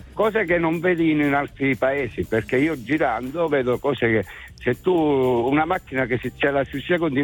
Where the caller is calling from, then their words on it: Praia a Mare, Calabria, Italy; Io sono di Praia Mare, adesso sto andando in Francia, guido un camion.